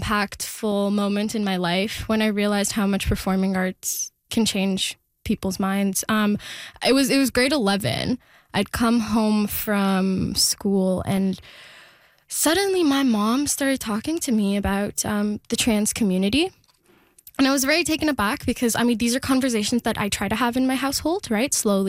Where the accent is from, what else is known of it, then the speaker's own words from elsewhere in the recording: India; first language Telugu; English is a second language; So in Telugu media, which is, again, my native language, in Telugu media, they still put on plays.